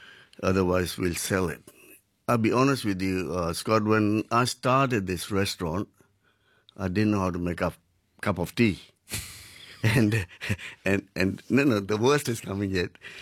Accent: India; now in Newcastle, Australia; Being Indian

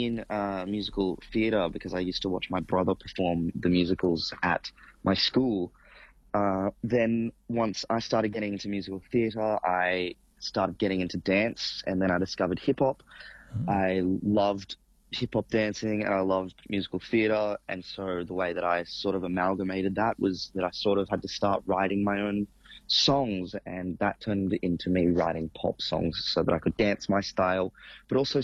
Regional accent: Sydney, New South Wales, Australia; I'm a pop artist. I'm from Sydney, Australia.

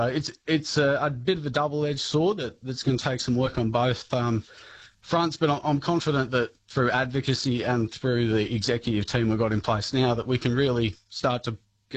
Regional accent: Quirindi, New South Wales, Australia; I'm pretty well born and bred in Crindie. I've moved away for work and study a few times.

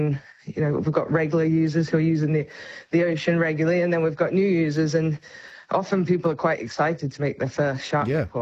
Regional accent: Western Australia, Australia; I grew up in Western Australia, so definitely that's where I've seen the most sharks.

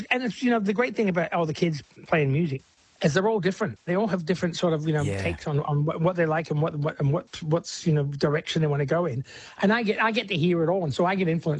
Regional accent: Adelaide, South Australia, Australia; Sarah's an Adelaide girl. I came from Adelaide myself.

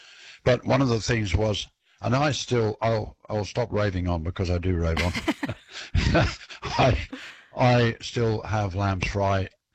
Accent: Northern Ireland, United Kingdom; now in Australia; I grew up when I grew up in Northern Ireland in the UK.

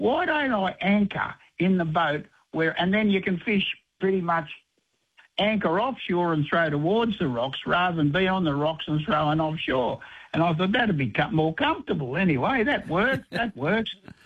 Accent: Tweed Heads, New South Wales, Australia; I remember when I grew up years ago in Tweed Heads, we always had this big pot on the wooden stove, and in it we had pippies.

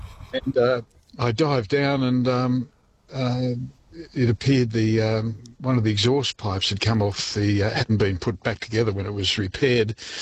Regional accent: Scotland, United Kingdom; And being Scottish, I grabbed my wallet.

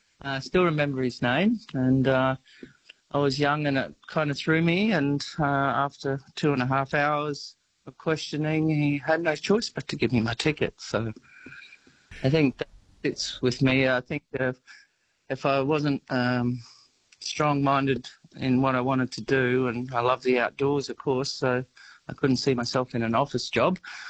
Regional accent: Queensland, Australia; And of course, I went to the Barrier Reef from Queensland. I grew up in Queensland. So I really haven't looked back.

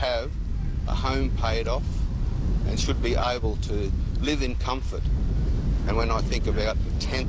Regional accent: Townsville, Queensland, Australia; also born or lived in Tully; Well, I was born in Tully, and we moved town to town and ended up in Townsville. I went to school in Townsville at Townsville State High School and Railway State School, and.

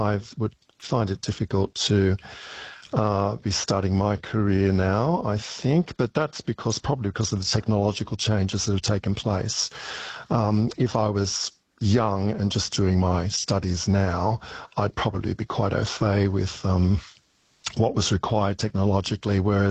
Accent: Sydney, New South Wales, Australia; now in Darwin, Australia; I grew up in Sydney, where I went to school, where my family lived, where I went to university.

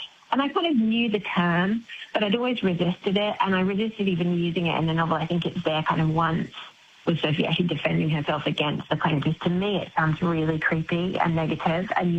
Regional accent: Palmerston North, Manawatū-Whanganui, New Zealand; born or raised there; also born or lived in Foxton

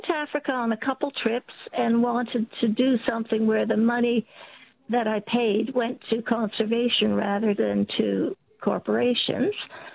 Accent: South Gippsland, Victoria, Australia; I'm from South Gippsland.

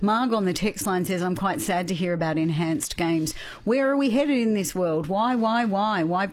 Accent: Australia; Now, we're pretty Aussie in this office here, I think, but you're asking the question, is Aussie slang dying?

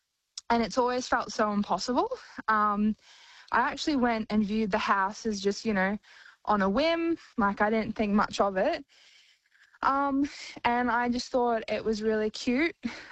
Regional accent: Malanda, Queensland, Australia; So I was born and raised in Malanda. It's my hometown. My family's been here for ages.

